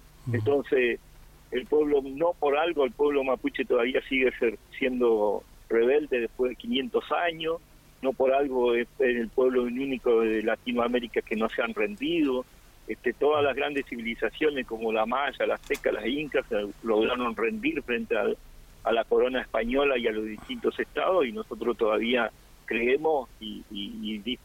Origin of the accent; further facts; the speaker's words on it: Puerto Santa Cruz, Santa Cruz, Argentina; micrófono que no nací en Puerto Santa Cruz, pero cuando llegué en el 80, yo llegué en febrero, marzo, y por eso nombro tanto al Calpelú, llegué en cuarto grado